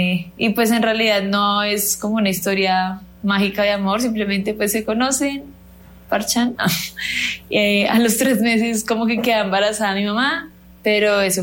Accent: Bogotá, Colombia; Yo realmente crecí en el Restrepo, pero viví en el Calvo Sur, luego viví en el 7 de agosto y ya como en mi infancia, como desde los por ahí 3 años, ya viví en el Restrepo. Es como mi barrio de crianza.

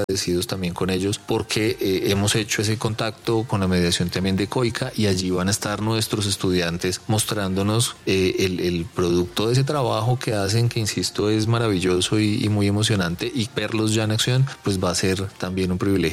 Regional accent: Colombia

